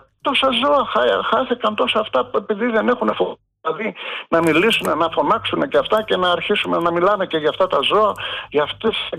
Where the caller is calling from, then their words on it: Central Greece, Greece; από την Εύβοια σε περνώ.